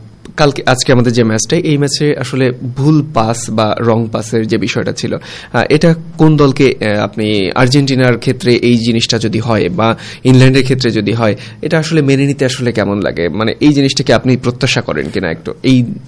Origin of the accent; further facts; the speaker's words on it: Bangladesh; আমরা বাঙালি, বাংলাদেশ আমাদের প্রিয় মাতৃভূমি